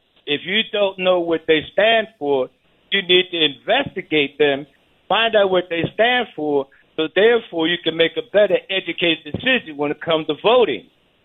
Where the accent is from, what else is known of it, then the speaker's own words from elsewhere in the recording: New Jersey, United States; I'm originally from New Jersey.